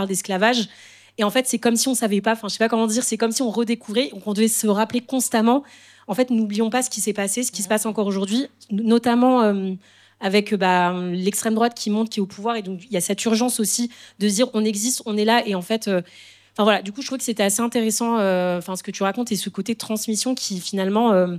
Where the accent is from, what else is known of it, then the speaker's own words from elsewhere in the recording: France; born there; en tant que justement génération née en France